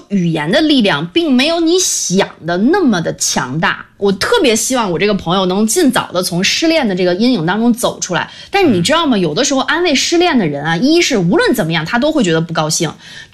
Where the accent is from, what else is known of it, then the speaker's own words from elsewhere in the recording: China; 我们中国人在字里行间留白的那个能力